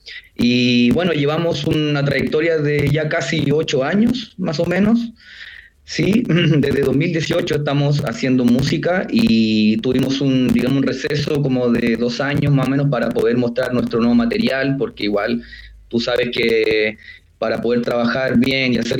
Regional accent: Santiago, Santiago Metropolitan Region, Chile; soy de Santiago

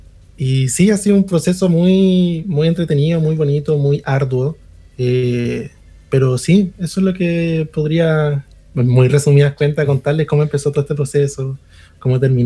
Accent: Tocopilla, Antofagasta, Chile; accent: northern Chilean (nortino); moved away as an adult; now in Santiago, Chile; en Santiago, yo fui nací y fui criado entre Antofa y Tocopilla, de hecho, que pasé gran parte de mi infancia en Tocopilla, y ya acá en Santiago llevo 2023, 24, 25, 26, casi 4 añitos acá

